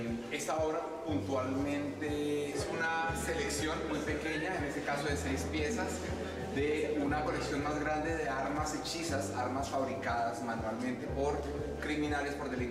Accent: Colombia; colombiano, fotógrafo, esencialmente fotoreportero, documentalista.

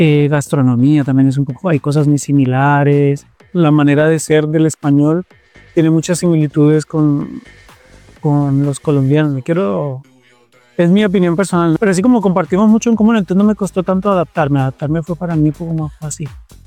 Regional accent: Bogotá, Colombia; also born or lived in Barranquilla; Bueno, yo conozco, me he criado la mayor parte en Bogotá, soy nacido en Barranquilla, pero me he criado la mayor parte en Bogotá.

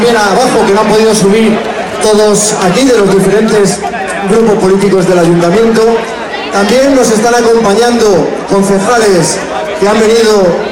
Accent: Leganés, Community of Madrid, Spain; soy de Leganés y por eso vivo en Leganés y soy feliz

